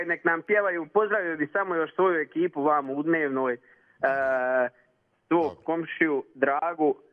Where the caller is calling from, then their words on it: Slavonia, Croatia; kod nas u Slavoni